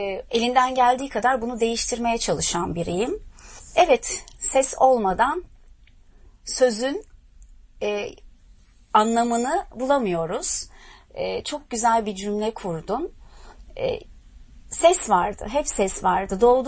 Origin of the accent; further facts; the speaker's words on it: Arnavutköy, Istanbul, Turkey; Ben Arnavutköylüyüm. Arnavutköy sokaklarında sesimi buldum aslında. Sesimi ilk duyduğum sokaklar.